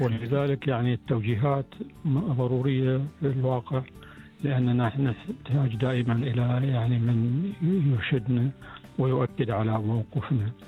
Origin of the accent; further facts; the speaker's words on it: Bahrain; الإعلام عندنا في البحرين متطور،